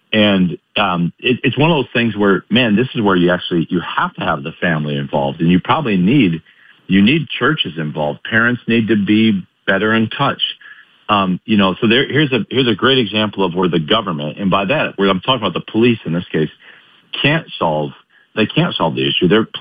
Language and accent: English; Illinois, United States; I grew up in Illinois where Caterpillar was, and I just remember watching union workers striking all the time.